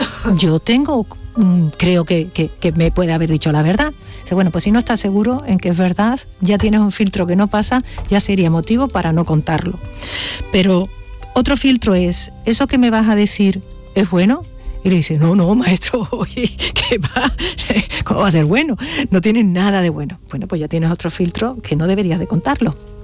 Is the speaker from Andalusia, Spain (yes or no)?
yes; Andalusia, Spain; yo lo digo porque como soy andaluza me sale así.